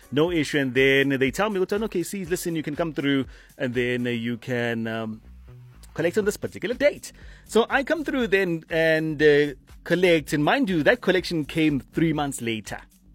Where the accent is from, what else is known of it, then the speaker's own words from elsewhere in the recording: Gauteng, South Africa; I'm from Gautama, right?